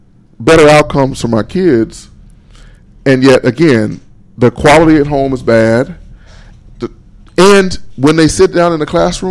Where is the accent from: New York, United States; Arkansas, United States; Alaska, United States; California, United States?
Arkansas, United States; Pine Bluff; I grew up in Pine Bluff. And I went to Watson Chapel Public School District all the way through.